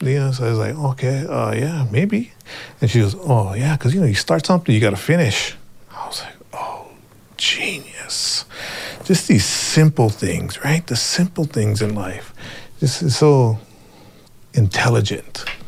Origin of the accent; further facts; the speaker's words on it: Kahalu'u, Hawaii, United States; from Kahalu'u, Oahu. That's where I was raised. And I was a Hawaiian language major here at the university.